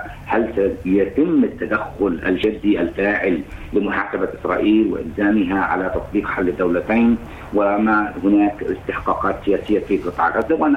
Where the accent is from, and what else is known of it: Palestine